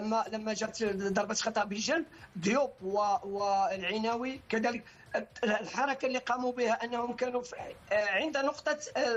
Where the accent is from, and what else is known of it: Morocco